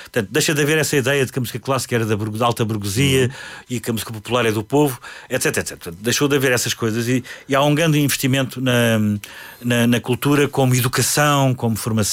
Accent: Lisbon, Portugal; born there; also born or lived in Monção / Alenquer / Caxias; now in Paço de Arcos, Portugal; Sim, eu nasci em Lisboa, mas depois vivi em Monção, Alenquer, Caxias e hoje em dia Paço de Arcos.

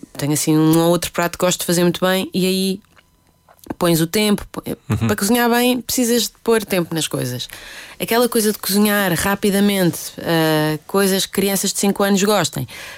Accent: Alentejo, Portugal; eu sou alentejana

